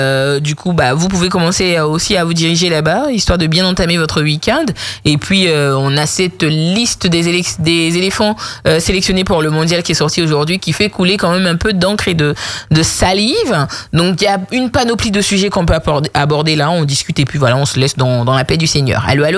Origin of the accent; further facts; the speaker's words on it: Abidjan, Côte d’Ivoire; Yopougon, c'est là, c'est vrai, je suis né. Et j'ai grandi, j'ai fait toute mon enfance à Yopougon.